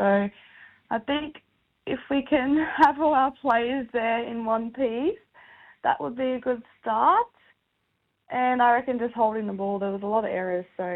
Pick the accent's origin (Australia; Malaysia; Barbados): Australia; Brisbane, Queensland; also born or lived in Logan; I'm from Brizzy. Brizzy girl. I am from the Beer Pie mob.